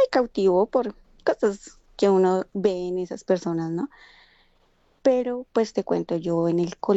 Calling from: Bogotá, Bogotá Capital District, Colombia; desde mi amada y fría Bogotá.

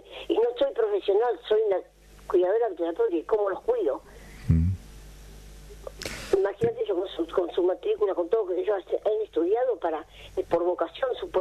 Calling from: González Catán, Buenos Aires Province, Argentina; hace 40 años vivo en González Catán. Esto es tierra de nadie

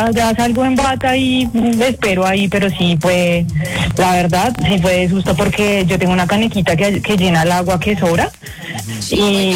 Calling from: Bogotá, Bogotá D.C., Colombia; Bogotá, yo vivo en Bogotá.

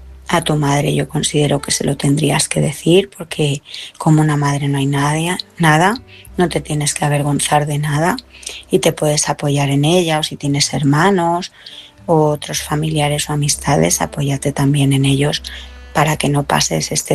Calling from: Madrid, Community of Madrid, Spain; de Madrid

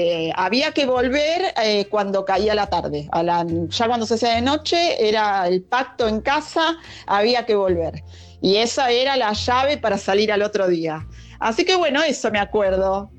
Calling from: Temperley, Buenos Aires Province, Argentina; de Temperley.

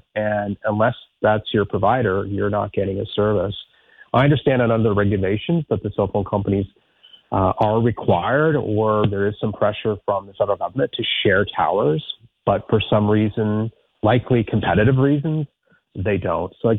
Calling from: Ottawa, Ontario, Canada; I'm calling you from Riverside South on a cell phone

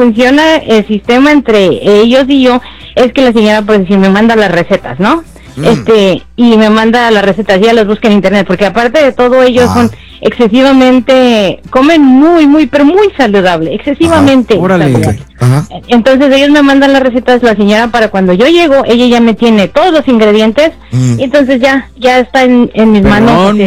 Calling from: Mexico City, Mexico; Yo de la Ciudad de México.

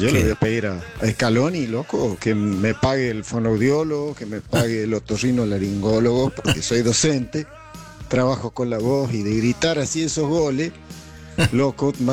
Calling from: La Rioja, Argentina; de La Rioja.

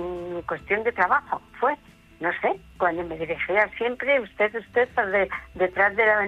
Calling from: León, Castile and León, Spain

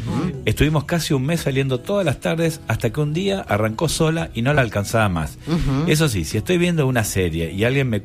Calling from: Banfield, Buenos Aires Province, Argentina; de Banfield.

